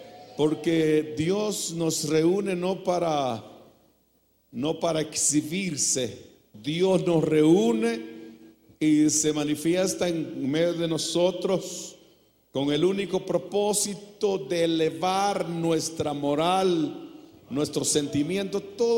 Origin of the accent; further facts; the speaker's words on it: Guatemala